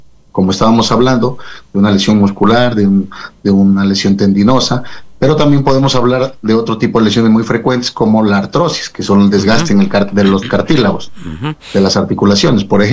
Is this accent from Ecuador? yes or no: yes; Cuenca, Azuay, Ecuador; soy de Cuenca